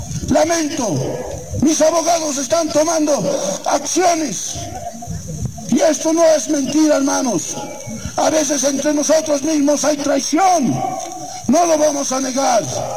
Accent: Bolivia; Todos somos bolivianos. Somos un Estado plurinacional de Bolivia.

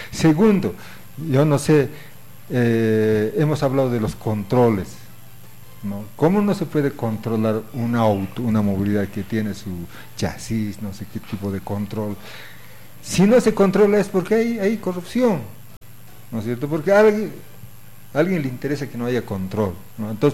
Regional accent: Challapata, Oruro, Bolivia; yo soy de Chalapata, más allá

